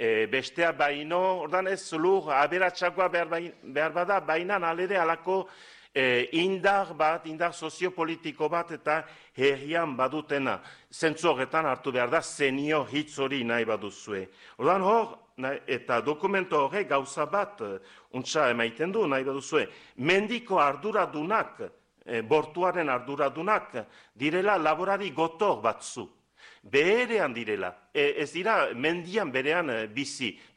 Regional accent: Estérençuby, Nouvelle-Aquitaine, France; Ni estrentzubikoa naiz, eta badakit gure herrian, laborarien artean

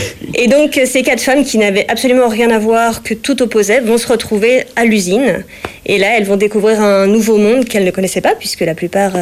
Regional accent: Fécamp, Normandy, France; moi je suis née à Fécamp

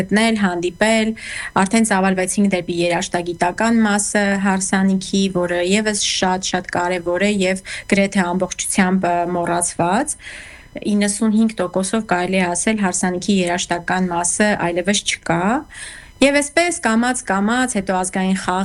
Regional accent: Goris, Syunik, Armenia; born there; որովհետև ես ծնունդով Գորիսից եմ և մեր ընտանիքում շատ ընդունված է եղել երգը

